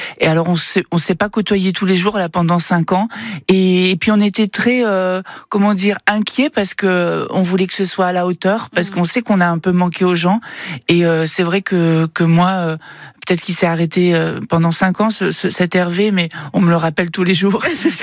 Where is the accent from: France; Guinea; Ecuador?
France; Nouvelle-Aquitaine; Moi, je viens du Limousin